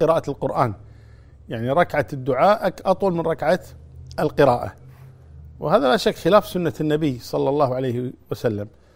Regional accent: Kuwait; وأظن الحمد لله عندنا في الكويت يعني الوزارة يعني مهيئة لهذا

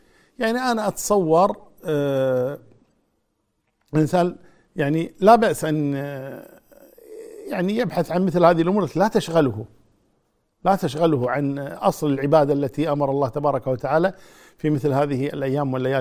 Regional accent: Kuwait

